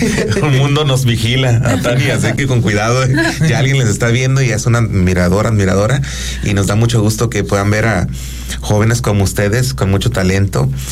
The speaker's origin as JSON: {"language": "Spanish", "country": "Mexico", "said": "nosotros como mexicanos?"}